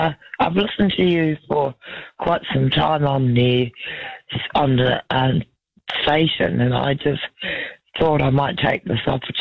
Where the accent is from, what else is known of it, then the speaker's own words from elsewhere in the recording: Gisborne, New Zealand; also born or lived in East Coast; now in Lower Hutt, New Zealand; when I was a young child growing up in Gisborne, we moved from the coast